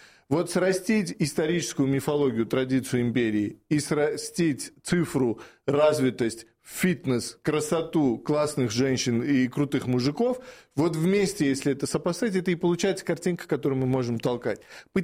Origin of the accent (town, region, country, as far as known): Moscow, Russia; born or raised there